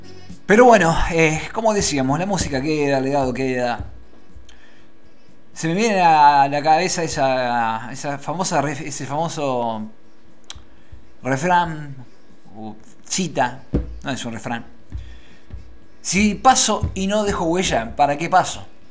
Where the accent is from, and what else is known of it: Argentina